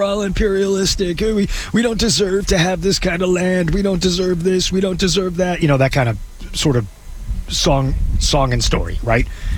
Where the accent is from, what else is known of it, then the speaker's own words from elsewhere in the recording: Texas, United States; So when I grew up in West Texas, one of the things that we had was, we had the different places that you could get to.